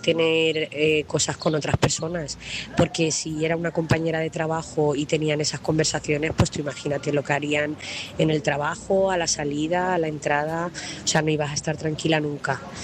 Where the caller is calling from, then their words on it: Talavera de la Reina, Castilla-La Mancha, Spain; corresponsal de Talavera de la Reina.